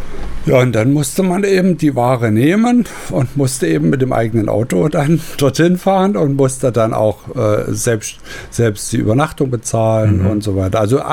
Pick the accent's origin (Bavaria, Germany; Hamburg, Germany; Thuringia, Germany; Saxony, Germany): Saxony, Germany; Zwickau; wir hatten eine Tanzschule bei uns in Zwickau und da gab es ein großes Kulturhaus. So, und da war ja zu DDR-Zeiten üblich